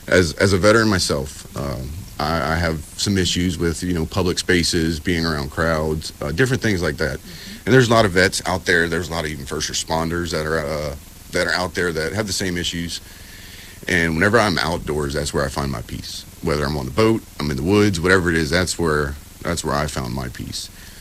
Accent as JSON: {"language": "English", "town": "Houma", "region": "Louisiana", "country": "United States", "moved": "as an adult", "lives_now": "Texas, United States", "said": "I'm originally from South Louisiana, so I'm not a Texas native, but I've spent half my life in Texas through my career."}